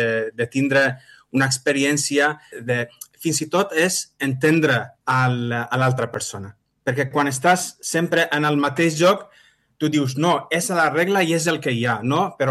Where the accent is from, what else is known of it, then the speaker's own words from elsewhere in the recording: Baghdad, Baghdad Governorate, Iraq; Catalan is a second language; moved away as an adult; also born or lived in Alicante / Burjassot, Valencia; now in Catalonia, Spain; jo que sóc de Bagdad, mai havia vist un desert fins a la guerra.